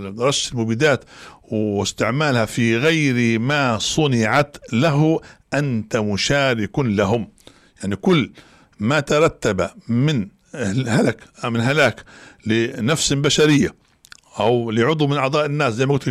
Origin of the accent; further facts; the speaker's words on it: Libya; وحن كنا كليبيين